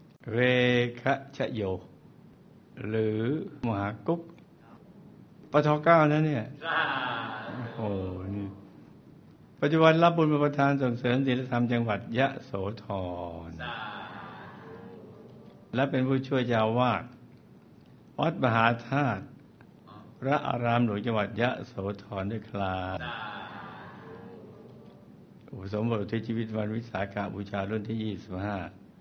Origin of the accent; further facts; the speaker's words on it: Bangkok, Thailand; now in Yasothon, Thailand; โยมพ่อผมเนี่ยเป็นคนจังหวัดนครปฐมแต่พาตัวผมมาเกิดที่กรุงเทพ